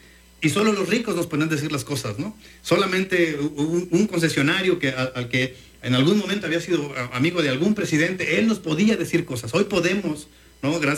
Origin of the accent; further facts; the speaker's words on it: Mexico; en estos escenarios de emergencia que hemos transitado como mexicanos